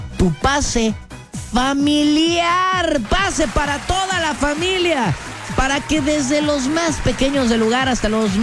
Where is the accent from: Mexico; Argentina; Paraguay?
Mexico; Veracruz; todos los que somos jarochos, todos los que somos de aquí de Veracruz